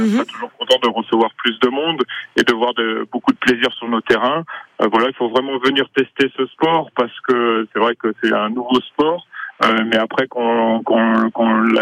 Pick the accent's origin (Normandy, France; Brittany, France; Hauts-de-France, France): Brittany, France; on est breton d'origine